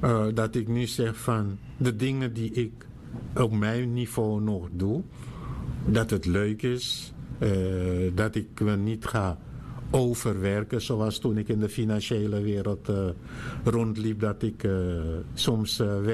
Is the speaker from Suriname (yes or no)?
yes; Suriname; now in Netherlands; ik ben een Surinamer, maar de dag dat ik hier dus gekomen ben, 20 januari 1971